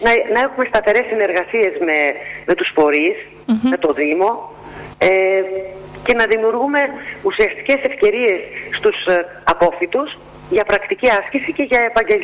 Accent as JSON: {"language": "Greek", "town": "Drama", "region": "Eastern Macedonia and Thrace", "country": "Greece", "moved": "as an adult", "lives_now": "Naxos, Greece", "said": "στη ΣΑΕΚ της Δράμας, τόπου μου"}